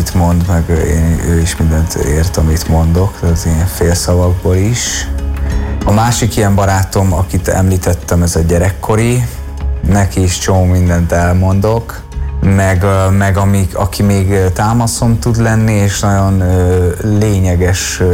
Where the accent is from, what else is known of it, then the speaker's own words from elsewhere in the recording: Szentendre, Pest, Hungary; és ő Pesten nevelkedett, én Szentendrén.